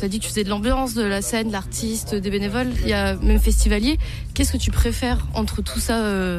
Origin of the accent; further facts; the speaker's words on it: Blois, Centre-Val de Loire, France; je viens de Blois.